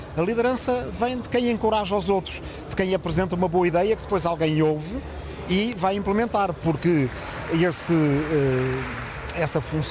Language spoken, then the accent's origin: Portuguese; Portugal; Essa é uma obrigação que todos temos enquanto portugueses.